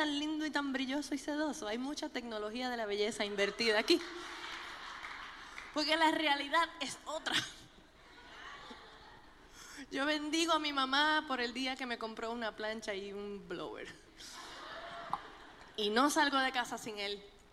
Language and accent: Spanish; Puerto Rico; born there; moved away; also born or lived in New York; un boricua. Y nos mudamos de New York a Puerto Rico. Y en Puerto Rico fue donde me crié desde los 7 años y medio de edad. Y me siento más boricua que el coquí. Pero soy de las boricuas que come y hace mangú.